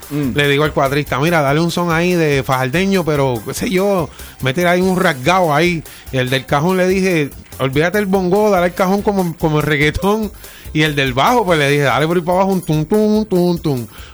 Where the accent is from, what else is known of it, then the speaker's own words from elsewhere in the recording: Villalba, Puerto Rico; Yo digo fielmente que soy de Villalba. Óyeme bien, Villalba, Puerto Rico. No toco hace 25 años en Villalba, pero soy de Villalba, Puerto Rico.